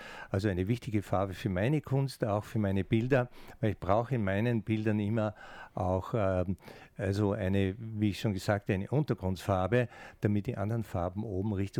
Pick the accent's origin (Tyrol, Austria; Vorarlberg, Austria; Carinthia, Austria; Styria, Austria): Styria, Austria; Also komme ich aus der Steiermark, da heißt es bei uns Blaudruck